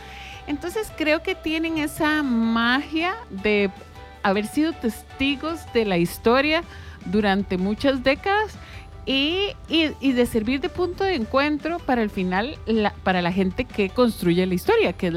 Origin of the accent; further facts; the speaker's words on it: Guadalupe, San José, Costa Rica; Yo soy de Guadalupe, de la familia de el señor que tuvo la Nochebuena durante mucho tiempo.